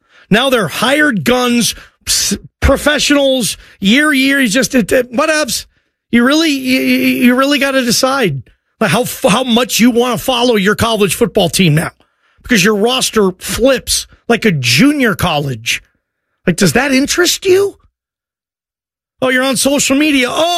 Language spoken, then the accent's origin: English; Seattle, Washington, United States; Growing up in Seattle